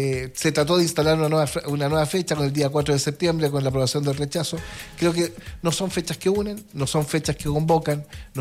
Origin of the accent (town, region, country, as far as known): Chile